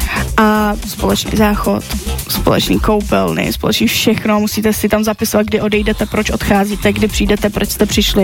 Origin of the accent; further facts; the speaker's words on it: Karlovy Vary Region, Czechia; now in Prague, Czechia; protože já jsem momentálně z Prahy. Ten azylový dům byl v Brandýsu nad Labem, což je, já nevím, 20 minut autem, jo, kousíček. Ale já jsem původně ze západu Čech, jo, ještě za Karlovýma Varama.